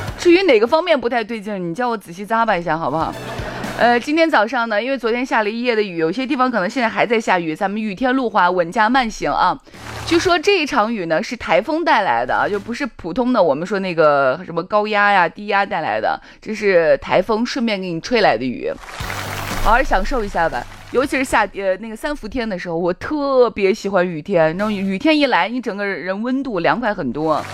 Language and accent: Chinese; Xi'an, Shaanxi, China; 我们西安人